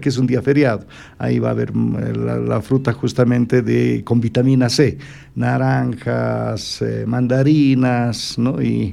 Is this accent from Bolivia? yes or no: yes; Bolivia; Todos somos bolivianos